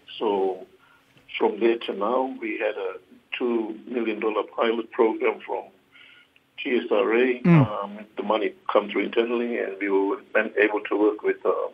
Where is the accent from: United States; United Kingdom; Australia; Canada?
Australia; Mabuiag, Queensland; Me, personally, I'm from Mabiog, the western side Torres Strait.